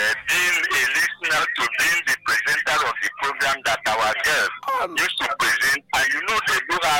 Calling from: Enugu, Enugu State, Nigeria; I'm calling from Ababanike Enugu.

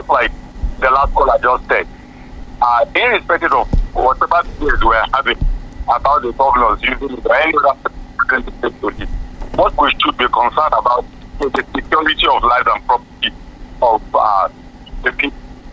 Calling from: Nigeria; for us as a Nigerian.

